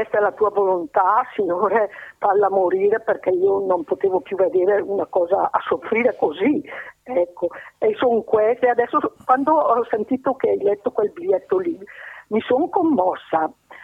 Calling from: San Paolo, Lombardy, Italy; Da San Paolo.

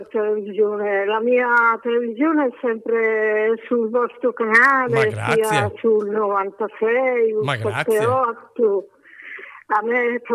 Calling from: Adro, Lombardy, Italy; il mio paese è Adro.

